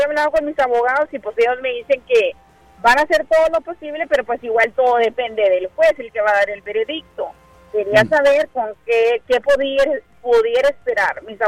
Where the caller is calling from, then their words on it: Rio Grande City, Texas, United States; Yo vivo en Río Grande City.